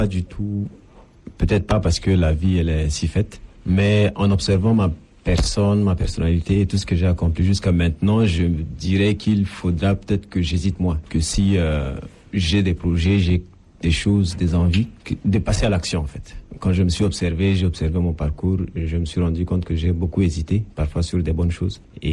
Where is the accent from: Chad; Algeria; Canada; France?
Chad; N'Djamena; born there; comme je suis né en N'Djamena, j'étais coupé de ma racine culturelle, en fait.